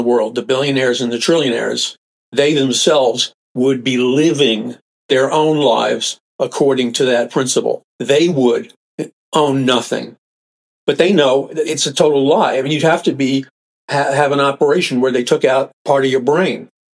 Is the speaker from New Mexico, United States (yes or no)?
no; New York City, New York, United States; I remember growing up in New York City, people talked very straight